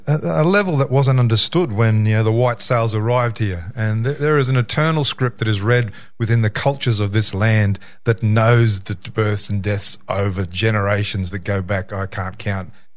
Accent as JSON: {"language": "English", "country": "Australia", "said": "So I never thought about that when I was just an Australian"}